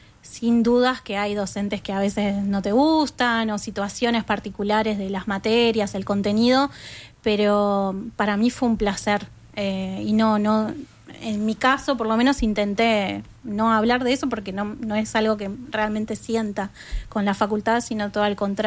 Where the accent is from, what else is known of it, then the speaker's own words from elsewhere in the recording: Argentina; now in Uruguay; En mi caso, que yo soy argentina, también tuve la oportunidad de participar, ¿no? Como estudiante de la UDELAR.